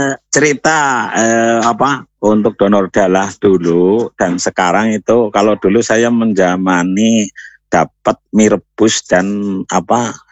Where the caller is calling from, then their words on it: Banyumas, Central Java, Indonesia; Kali Bagor mbak.